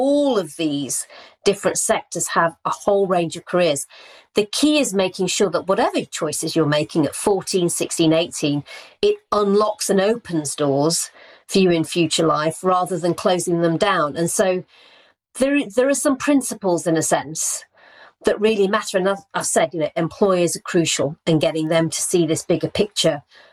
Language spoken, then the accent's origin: English; Rotherham, Yorkshire and the Humber, United Kingdom; I never met a lawyer growing up in Rotherham.